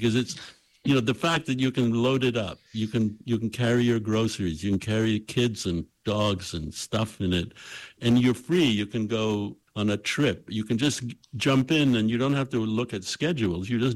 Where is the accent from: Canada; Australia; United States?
Canada; I grew up in Canada, which is quite very cold, which creates all sorts of special problems for cars.